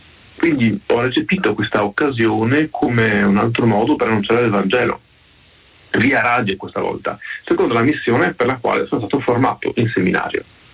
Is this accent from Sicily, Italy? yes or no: no; Padua, Veneto, Italy; moved away as an adult; also born or lived in Warsaw, Poland; ho 36 anni, sono italiano, sono originario di Padova, ma sono stato ordinato in Polonia, a Varsavia, nel 2018